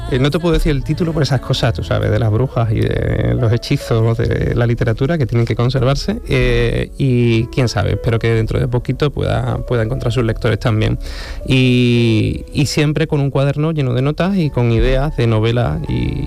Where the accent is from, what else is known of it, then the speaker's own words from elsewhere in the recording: Huelva, Andalusia, Spain; muchos andaluces, sobre todo los que somos fronterizos, ya sea que yo soy de Huelva